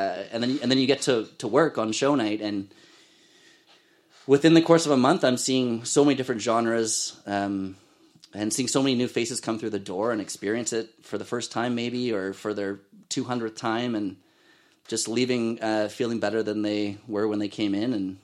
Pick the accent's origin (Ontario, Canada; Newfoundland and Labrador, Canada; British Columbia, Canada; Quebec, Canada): Ontario, Canada; Ottawa; also born or lived in Kingston / New Zealand / Australia; now in Okanagan, Canada; I moved to the Okanagan in 2017. I'd been hopping around quite a bit. I'm originally from Ottawa.